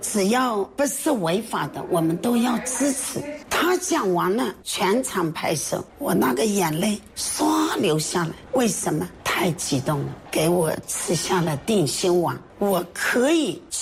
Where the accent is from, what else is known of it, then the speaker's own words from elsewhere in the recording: Yiwu, Zhejiang, China; 作为我义乌人太幸福了